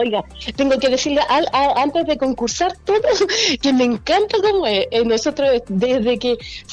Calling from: Rengo, O'Higgins, Chile; Del sector La Isla, en Rengo.

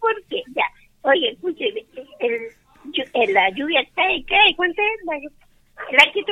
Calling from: Rengo, O'Higgins, Chile; De Rengo.

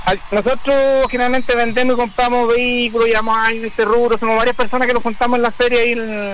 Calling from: Vallenar, Atacama, Chile; de mi tierra.

